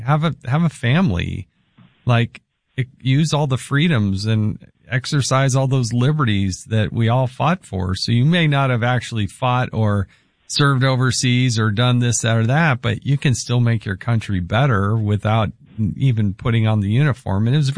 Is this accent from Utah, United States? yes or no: yes; Utah, United States; I'm from Utah.